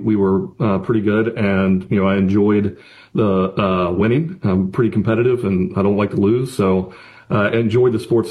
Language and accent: English; Salem, Virginia, United States; I'm from Salem, Virginia, and I'm the oldest of three.